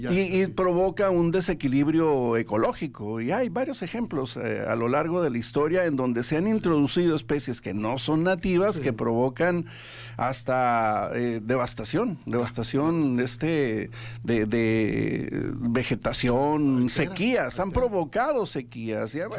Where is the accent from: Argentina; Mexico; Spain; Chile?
Mexico